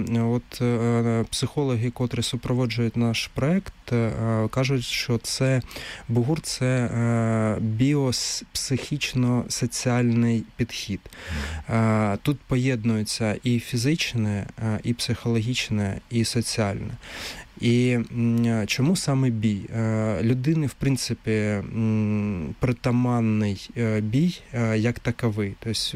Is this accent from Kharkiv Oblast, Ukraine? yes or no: yes; Kharkiv, Kharkiv Oblast, Ukraine; Раніше, до повномасштабного вторгнення, наприклад, в Харкові, це моє рідне місто